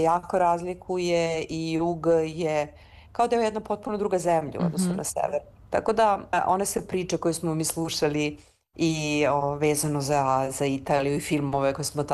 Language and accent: Serbian; Belgrade, Serbia; ja sam rođena na Vračaru, moj tata je rođen na Vračaru, ja sam tu negde provela svoje detinjstvo, išla sam u gimnaziju na Zelenom vencu